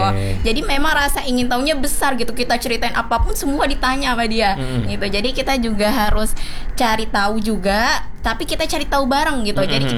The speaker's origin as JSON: {"language": "Indonesian", "region": "Jakarta", "country": "Indonesia", "said": "Saya juga orang Betawi."}